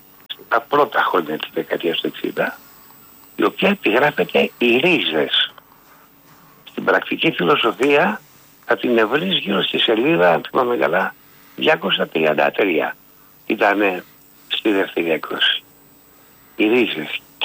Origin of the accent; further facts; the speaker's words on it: Vyronas, Attica, Greece; born there; το σπίτι στο οποίο γεννήθηκα ήταν ένα προσφυγικό σπίτι στον Δίρονα. Στον Δίρονα, γιατί εκεί έμειναν οι δικοί μου, με νοικιοστάσιο, στην οπό Κύπρου 71 και Ερυθρέας γωνία.